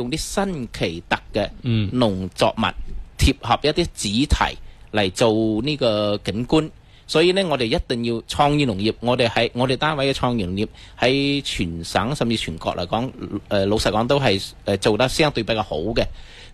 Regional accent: Guangdong, China; 我哋广东人

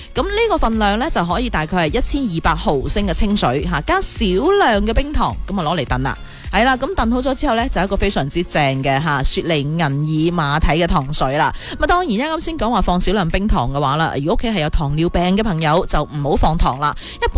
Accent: Guangdong, China; 我哋广东人

